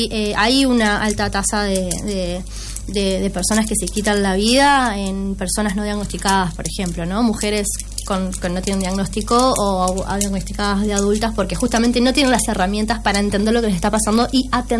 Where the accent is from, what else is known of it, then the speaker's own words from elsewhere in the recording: Montevideo, Uruguay; De Montevideo. Ahí está. Sí, crecí en Montevideo. Crecí en la Villa del Cerro. Y luego, bueno, me mudé.